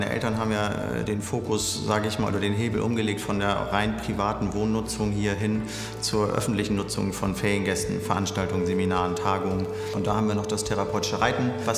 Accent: Schleswig-Holstein, Germany; Ich bin hier in Wittmold geboren, hier aufgewachsen. Bin, als ich klein war, bei meinen Großeltern im Gutshaus ein- und ausgegangen.

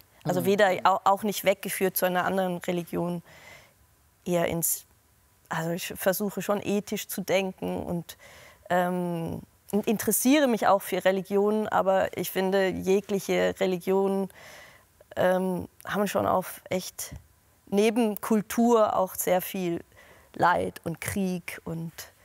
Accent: Baden-Württemberg, Germany; Oder wir beide, also Hans-Jochen und ich, wir sind ja beide im Schwäbischen aufgewachsen.

